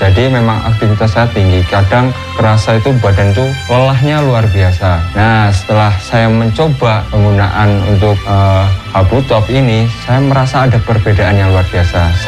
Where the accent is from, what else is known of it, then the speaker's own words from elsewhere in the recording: Wonosobo, Central Java, Indonesia; now in Karangkobar, Indonesia; Saya asli dari Wonosobo, tapi saya berdomisili di Karangkobar.